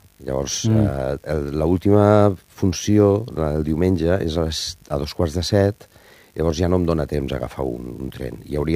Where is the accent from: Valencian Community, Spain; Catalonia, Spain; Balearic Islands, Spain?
Valencian Community, Spain; Alcoy; comencem gira per Espanya i anirem a València, per sort anirem a la meva terra, anirem al Coi, que és el meu poble, és casa meva